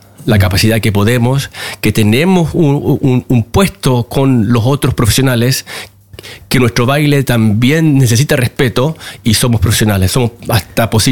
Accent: Chile; now in Norway; yo empecé a bailar ya desde cuando era niño en Chile, cueca, folclore chileno.

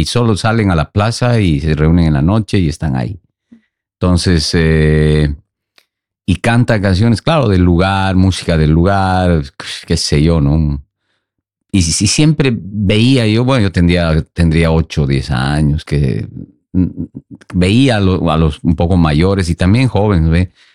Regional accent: Sucre, Chuquisaca, Bolivia; also born or lived in Camargo; Bueno, yo soy de Sucre, es una ciudad al centro de Bolivia, ¿no? Pero también me he criado en la infancia mucho en el un poco más al sur, en un pueblo donde es mi madre, que se llama Camargo

